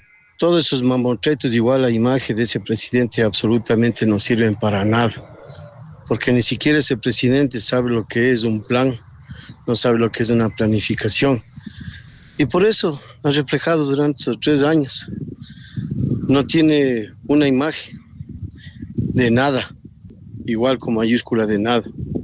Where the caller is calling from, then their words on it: Cayambe, Pichincha, Ecuador; Le hablo desde la ciudad de Cayambe.